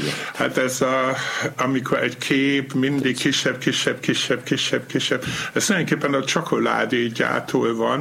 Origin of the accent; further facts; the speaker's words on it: North Rhine-Westphalia, Germany; born there; Hungarian is a second language; De ilyen 100 kilométer volt a határ Holland felé, ott születtem, Westfáliában.